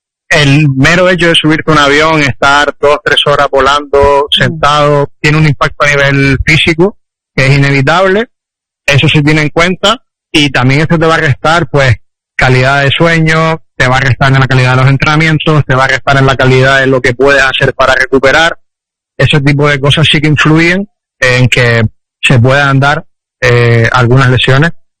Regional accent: Spain; moved away as an adult; now in Johor, Malaysia; somos casi todos españoles

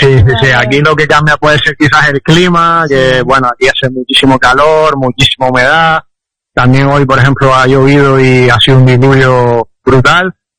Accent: Spain; moved away as an adult; now in Asia; somos mucha gente de España

